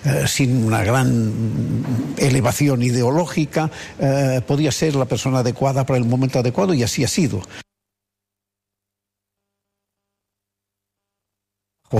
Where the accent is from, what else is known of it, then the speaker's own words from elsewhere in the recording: Catalonia, Spain; yo soy ciudadano de España, pero catalán, que es distinto